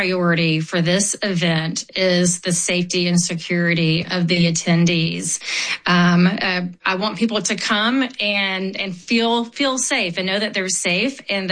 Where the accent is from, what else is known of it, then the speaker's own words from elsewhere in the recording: Decatur, Georgia, United States; I'm from Decatur, but also very much from Atlanta.